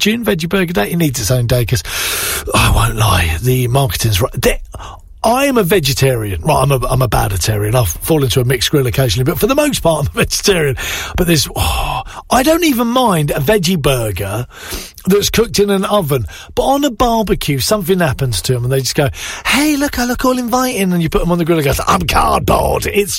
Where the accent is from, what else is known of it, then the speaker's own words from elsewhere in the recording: United Kingdom; We don't care. We're British. We will barbecue in the rain.